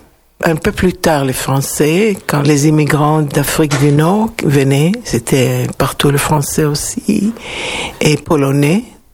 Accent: Tel Aviv, Tel Aviv District, Israel; first language Hebrew; French is a second language; also born or lived in a kibbutz in Israel; Je suis née en Israël, dans une petite ville, et mes parents habitaient à cette époque dans un kibboutz. Ils n'étaient pas membres de kibboutz, ils étaient professeurs, et j'ai grandi là-bas.

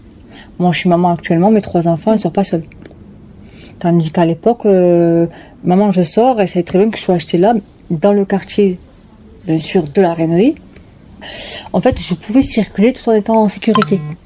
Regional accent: Toulouse, Occitanie, France; 35 ans. Maman, trois enfants. J'ai grandi à la Reinerie. Quand je suis née à la Reinerie, on va dire, plutôt.

